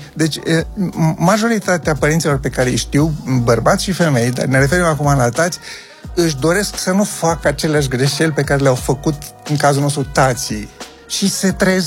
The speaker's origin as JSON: {"language": "Romanian", "town": "Galați", "region": "Galați County", "country": "Romania", "tie": "born or raised there", "said": "crescând în Galați"}